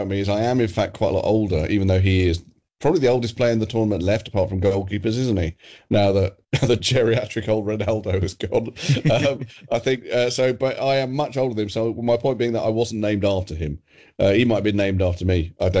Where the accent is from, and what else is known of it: England, United Kingdom